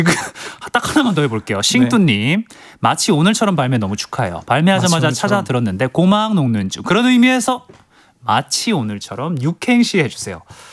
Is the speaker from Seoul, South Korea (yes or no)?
no; Busan, South Korea; 저 부산 사람입니다.